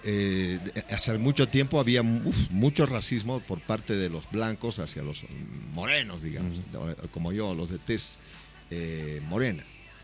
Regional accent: Bolivia; Yo soy indígena quechua. Y achani palaita quechua. Pero saben... Bueno, habré venido a la ciudad, habré estudiado en la universidad, pero es otra cosa. Pero al fin y al cabo nuestras raíces son nuestras raíces.

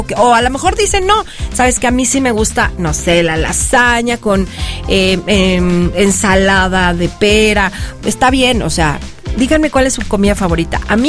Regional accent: Tehuixtla, Morelos, Mexico; no has probado el de mi pueblo. La verdad es que es bello, Tehuixla

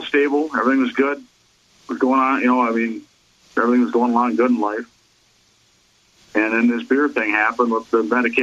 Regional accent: Wisconsin, United States; I'm from Wisconsin.

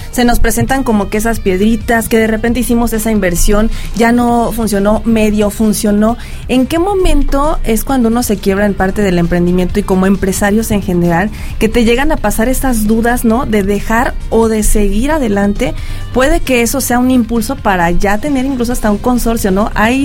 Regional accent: Morelos, Mexico; como mexicanos, como morelenses

